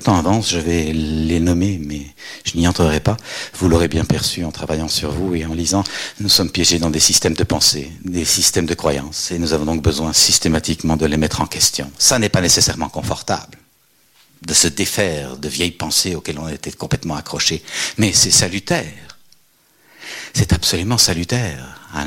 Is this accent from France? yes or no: no; Belgium; Moi, je viens de Belgique. J'ai pas eu le moindre attentat, pas de champ de mine. On est en paix depuis 70 ans.